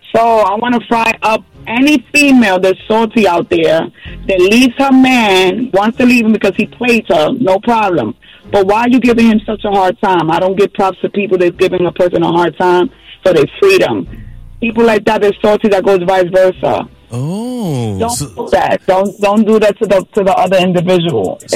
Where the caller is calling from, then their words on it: New York City, New York, United States; I'm from Harlem.